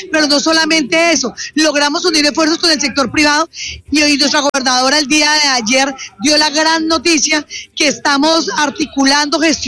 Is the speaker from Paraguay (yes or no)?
no; Meta, Colombia; porque eso es lo que nos identifica a nosotros como llaneros y como metenses